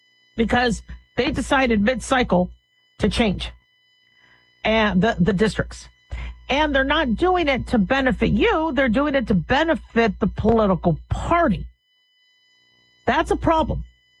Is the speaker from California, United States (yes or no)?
yes; California, United States; born there; California is one of my favorite states. I was born there.